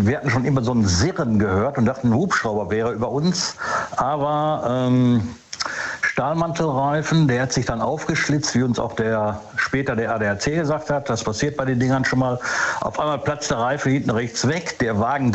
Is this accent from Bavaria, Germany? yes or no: no; Gelsenkirchen, North Rhine-Westphalia, Germany; Buhr, Gelsenkirchen.